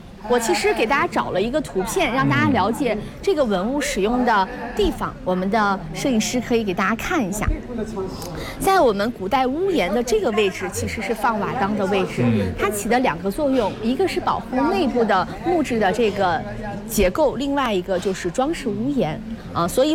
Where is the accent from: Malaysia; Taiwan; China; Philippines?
China; 我们中国人